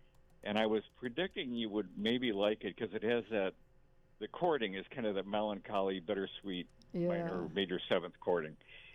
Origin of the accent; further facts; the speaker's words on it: Chicago, Illinois, United States; I grew up in Chicago.